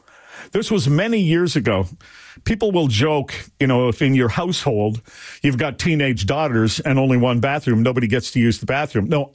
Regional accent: Gilbert Plains, Manitoba, Canada; also born or lived in Grandview; I always say that I'm from Gilbert Plains, Manitoba, but I wasn't born there. I was born in a town down the road in Manitoba, not far away, called Grandview, Manitoba.

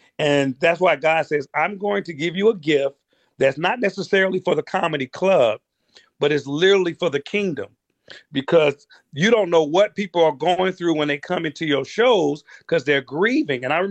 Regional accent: Oakland, California, United States; Now, I grew up in Oakland and my daddy's a preacher.

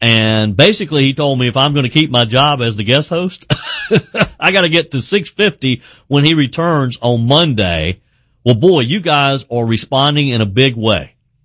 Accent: South Carolina, United States; someone here in my home state of South Carolina.

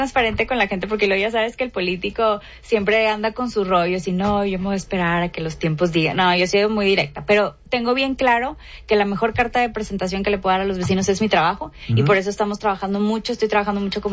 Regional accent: Monterrey, Nuevo León, Mexico; Nos encanta verlos, nos encanta, es que si somos los regios

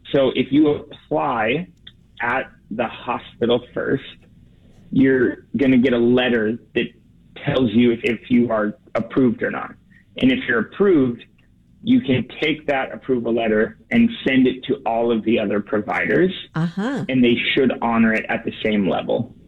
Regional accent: Portland, Oregon, United States; Like, I started in Portland. I grew up in Portland.

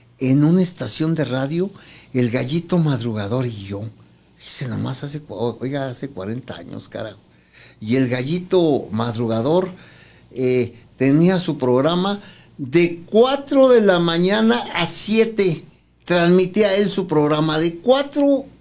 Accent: Ciudad Juárez, Chihuahua, Mexico; born there; El Barrio Alto, ahí nací, en el Barrio Alto, caray.

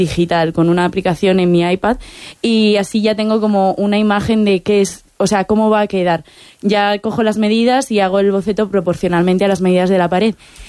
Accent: Villar del Campo, Castile and León, Spain; en mi pueblo, en Villar del Campo

